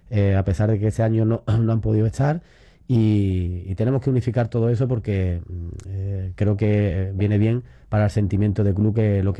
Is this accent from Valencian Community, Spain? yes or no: no; Sanlúcar de Barrameda, Andalusia, Spain; Yo soy de Sanlúcar y lo pongo mucho de ejemplo porque ahí hay un sentimiento hacia el sanluqueño grande, ¿no?